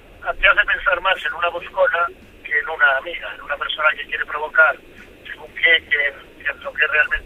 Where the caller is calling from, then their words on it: Palma, Balearic Islands, Spain; Palma de Mallorca, estoy llamando desde Palma de Mallorca.